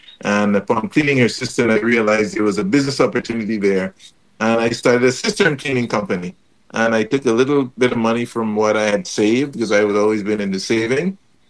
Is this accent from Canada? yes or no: no; St. Croix, U.S. Virgin Islands; moved away as an adult; also born or lived in Bellevue Chopin, Dominica / Washington, D.C., United States; now in Dominica; I was born in Belle-Vie-Chopin. And my family moved to the U.S. Virgin Islands when I was six. That was in the late 1960s. Which is where I grew up. My formative years were spent on St. Croix